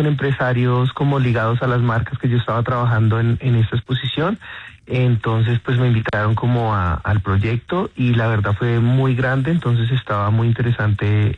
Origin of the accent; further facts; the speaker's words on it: Guaviare, Colombia; Entonces digamos que yo vengo del Guaviare, nosotros como que vivimos todos estos temas de la violencia del Guaviare en el 99